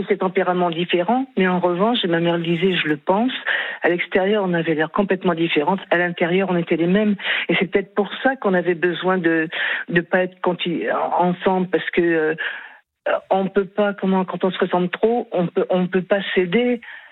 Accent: Nouvelle-Aquitaine, France; D'ailleurs, je suis de la Charente et c'était dans une petite ville où il y a un hôpital de soins palliatifs qui a été créé il y a très longtemps.

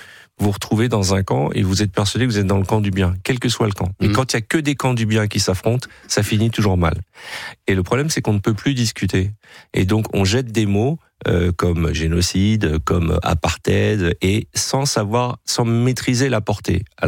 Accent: France; Je suis un Français. Les gens oublient que je suis Français. Je suis Français avant d'être juif, vous savez.

